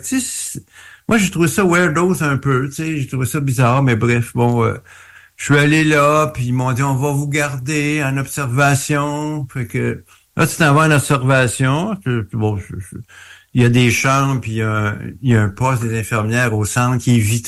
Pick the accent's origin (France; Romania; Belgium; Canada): Canada; Montreal, Quebec